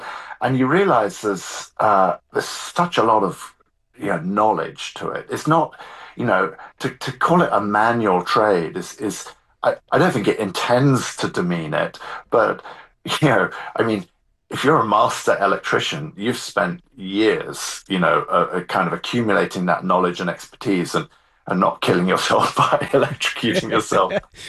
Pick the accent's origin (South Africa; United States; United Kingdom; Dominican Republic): United Kingdom; southern England; moved away; also born or lived in London; I'm from Southern England, you know, which is not an area with stone walls.